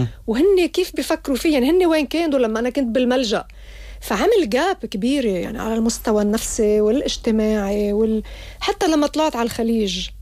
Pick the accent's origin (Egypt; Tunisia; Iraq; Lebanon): Lebanon; now in United Arab Emirates; فإسبانيا بالنسبة لي يمكن بلد تاني يعني بعد لبنان.